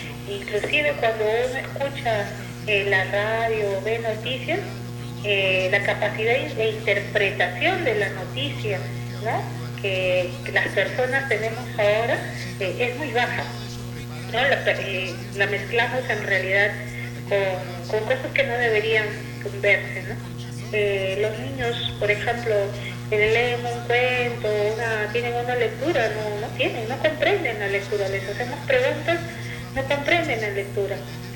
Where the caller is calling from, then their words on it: Talara, Piura, Peru; yo vivo en Enace.